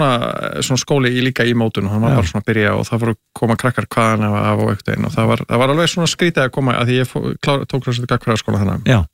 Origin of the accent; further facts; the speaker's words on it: Kópavogur, Capital Region, Iceland; also born or lived in Grafarvogur; Nei, og ég ólst fyrst upp í Kópavogi.